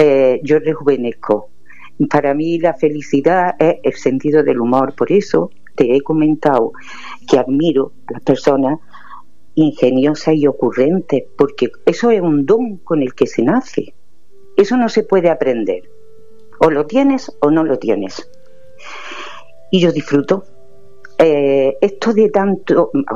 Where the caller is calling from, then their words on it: Andalusia, Spain; yo te llamo de Granada del Norte.